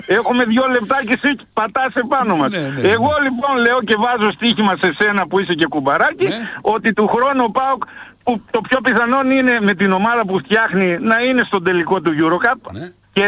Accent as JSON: {"language": "Greek", "town": "Thessaloniki", "region": "Central Macedonia", "country": "Greece", "tie": "born there", "said": "Γεννήθηκα στην Τριανδρία. Είναι ανάμεσα σε δύο στάδια."}